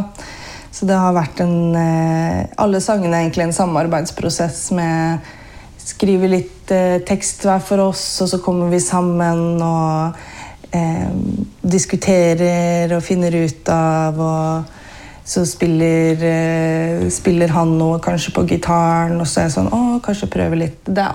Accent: Geilo, Buskerud, Norway; now in Toten, Norway; jeg kommer fra Hallingdal, da. Jeg kommer fra Geilo, men det hører man ikke så godt heller. Men oppvokst på Geilo, men familien fra Vestlandet, da.

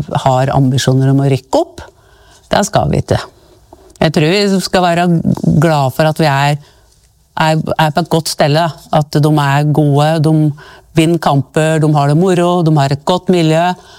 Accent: Reinsvoll, Innlandet, Norway; jeg husker jo når jeg vokste opp her på Reinsvoll

